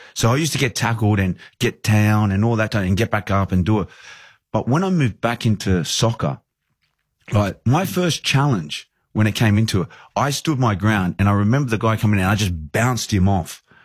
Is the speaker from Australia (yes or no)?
yes; Australia; moved away; Like I'm coming over as an Australian into an English setup, competing with young English players to be the number one to play for their club.